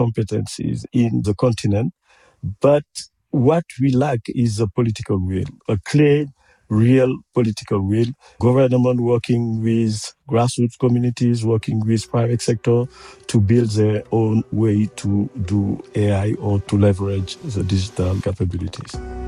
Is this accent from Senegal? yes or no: yes; Senegal; from Senegal.